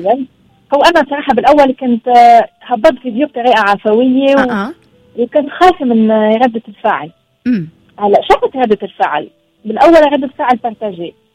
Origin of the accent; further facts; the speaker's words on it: Tunisia; accent: Tunisian; باش نبقى نحكي على اللهجه التونسيه